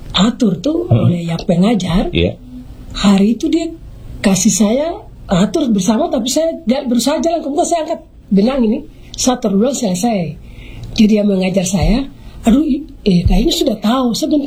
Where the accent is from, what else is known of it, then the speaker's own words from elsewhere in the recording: Southwest Papua, Indonesia; Karena itu kain utama untuk kami orang Mebrat.